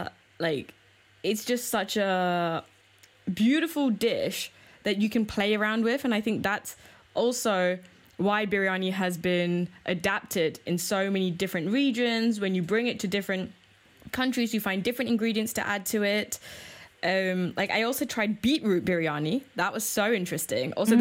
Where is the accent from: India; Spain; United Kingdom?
United Kingdom; born there; moved away as an adult; now in East Germany; UK born, to Singaporean Tamil parents, and to make my where are you from question even more complicated, I decided to move to East Germany